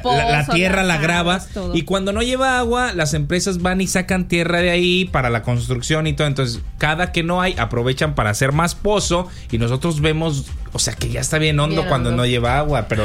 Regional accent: Villa Juárez, Durango, Mexico; yo soy de Villajuárez, que pasa el río por ahí

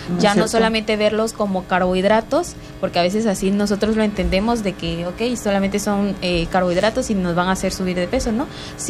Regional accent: Tabasco, Mexico; nosotros, tanto como mexicanos como tabasqueños

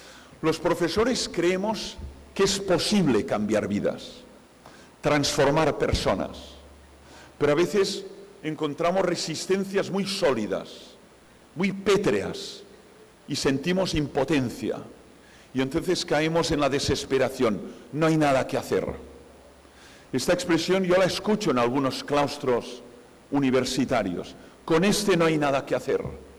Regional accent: Barcelona, Catalonia, Spain; en Barcelona, mi ciudad natal

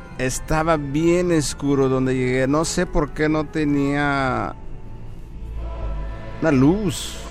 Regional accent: Coahuila, Mexico; yo crecí en Ejido Morelos.

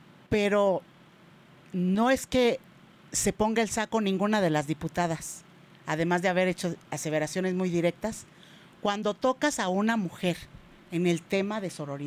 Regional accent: Zacatecas, Mexico; moved away; ahí en mi tierra, Zacatecas.

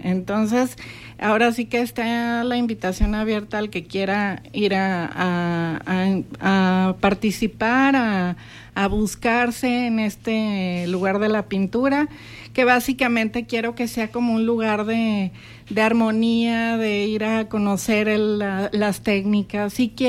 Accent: Mexico City, Mexico; now in Torreón, Mexico; en estos años que yo llevo aquí, porque pues tú sabes que soy originaria de la Ciudad de México

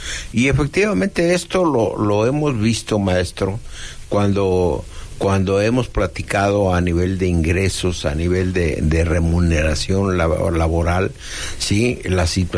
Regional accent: Michoacán, Mexico; moved away; also born or lived in Mexico City; Yo tuve que salir de mi pueblo, Acuicho del Canje, Michoacán, sí, porque no había más que primaria, maestro.

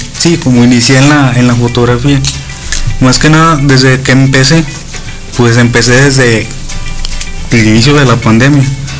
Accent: San José de Gracia, Aguascalientes, Mexico; lo bonito que era mi pueblo

